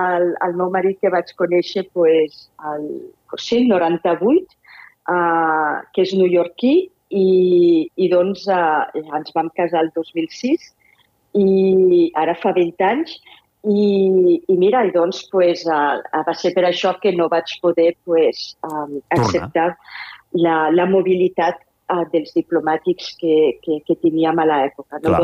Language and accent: Catalan; Escaldes, Escaldes-Engordany, Andorra; D'Escaldes.